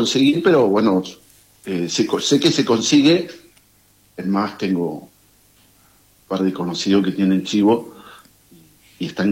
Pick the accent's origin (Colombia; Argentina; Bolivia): Argentina; Buenos Aires; born there; now in Carmen de Patagones, Argentina; tengo 50 años, los 50 años los tengo acá en Carmen de Patagones. Nací en Villa Morando, para mí es la mejor villa